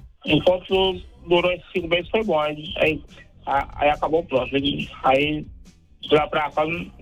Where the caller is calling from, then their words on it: Piauí, Brazil; eu tô falando aqui do Piauí.